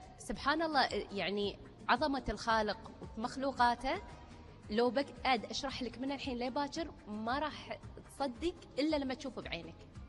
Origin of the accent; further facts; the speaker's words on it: Kuwait; عندنا بالكويت